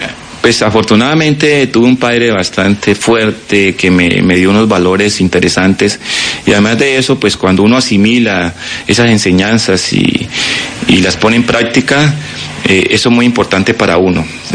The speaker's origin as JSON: {"language": "Spanish", "town": "Candelaria", "region": "Valle del Cauca", "country": "Colombia", "tie": "born or raised there", "also_born_or_lived": "Cali", "said": "ahorita estamos acá en Candelaria nuevamente. Es mi pueblo, donde yo nací, me crié, estoy con mi gente, mi familia"}